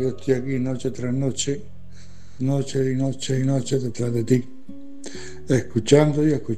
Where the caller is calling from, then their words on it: Fuente Álamo, Region of Murcia, Spain; de Fuente Álamo, Murcia